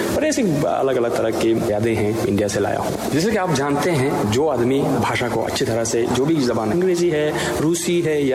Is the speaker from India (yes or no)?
no; Tajikistan; Hindi is a second language; जैसे कि आप देख रहे हैं कि मैं जब वहाँ गया था तो लोग मुझे नहीं समझे कि मैं ताजिकिस्तान से हूँ, वो बोले थे कि हाँ मैं एक भारतीय हूँ, एक उनके भाई हूँ।